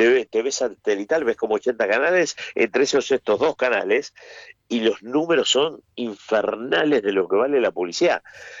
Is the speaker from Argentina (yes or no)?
yes; Argentina; now in United States; yo soy muy reconocido acá como argentino, ¿no? No saben ni que soy periodista, ni nada, pero sí saben que soy argentino. Eso, viste, no se puede, el acento o lo que sea, no se puede cambiar